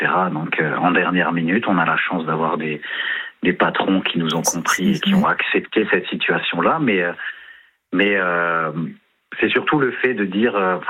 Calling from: Grand Est, France; Moi, j'habite en Alsace, dans le Bas-Rhin.

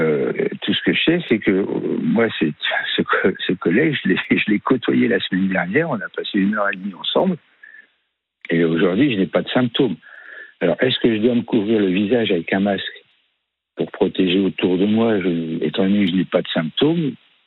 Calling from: France

